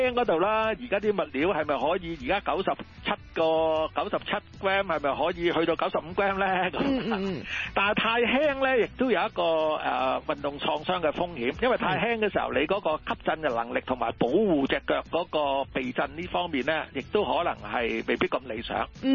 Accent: Hong Kong; 即係我哋香港人咧

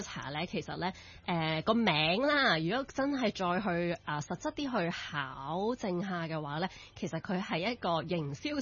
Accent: Hong Kong

